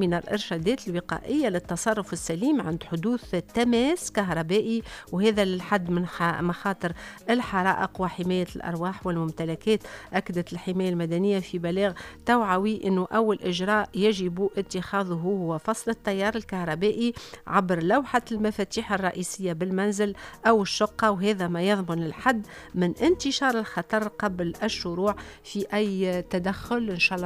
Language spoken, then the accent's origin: Arabic; Tunisia; بلادنا تونس